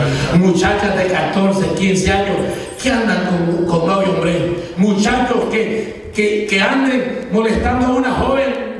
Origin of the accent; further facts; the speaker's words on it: El Salvador; accent: Salvadoran